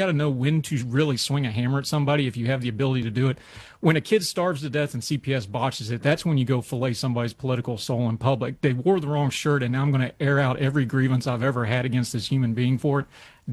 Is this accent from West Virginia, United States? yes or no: yes; West Virginia, United States